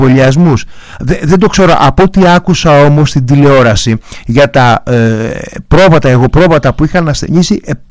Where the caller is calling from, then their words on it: Aigio, Western Greece, Greece; Εγώ κατάγομαι από το Αίγιο, από το νομό Αχαΐας.